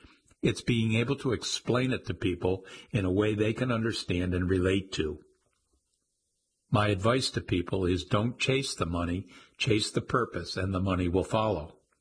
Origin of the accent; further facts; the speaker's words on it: the South, United States; something relatable from growing up in the South.